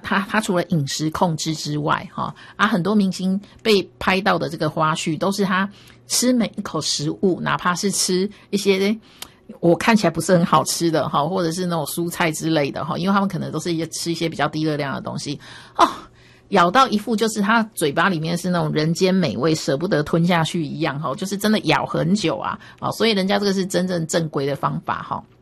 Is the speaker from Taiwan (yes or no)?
yes; Taiwan; 哦，基本上我觉得我们台湾人吃饭真的是太快了哈